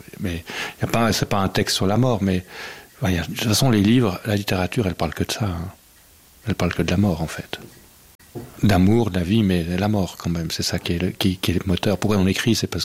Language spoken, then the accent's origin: French; Switzerland; On est des Suisses, là, privilégiés dans un monde de Disneyland.